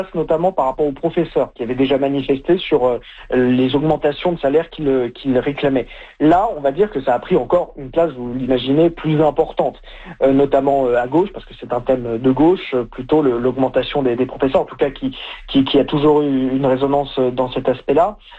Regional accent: France; chez nous, en France

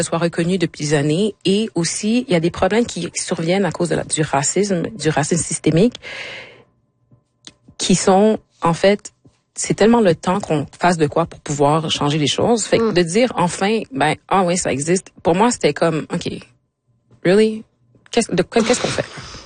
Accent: Quebec, Canada; born there

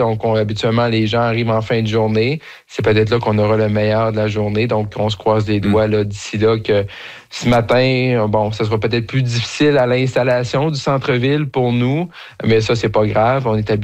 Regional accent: Roberval, Quebec, Canada; je suis originaire de Roberval

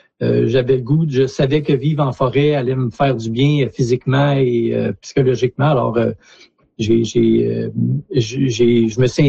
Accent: Gagnon, Quebec, Canada; now in Monts-Gros, Canada; je suis originaire de Gagnon à la base, là, une ville minière là, qui était un peu au sud de Fermont. Et à l'époque, quand Gagnon existait, la route existait pas là, c'est-à-dire la Gagnon était complètement isolée.

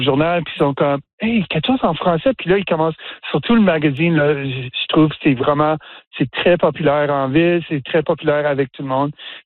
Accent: Ontario, Canada; also born or lived in Quebec / Maritimes; Tu sais, moi, je viens de l'Ontario, mm-hmm. passé beaucoup de temps au Québec, au Maritime

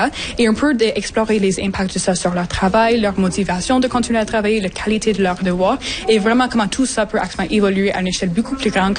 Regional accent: Manitouwadge, Ontario, Canada; French is a second language; on vient de Manitouage. Moi, je voyage à Marathon pour mes études. Donc, oui, on a un petit pente de ski

